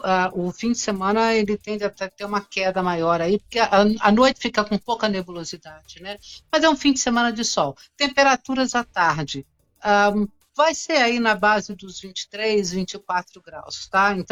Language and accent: Portuguese; Rio de Janeiro, Brazil; Adriana... É o seguinte, você é mineira e eu sou do Rio de Janeiro, quase com pé em Minas.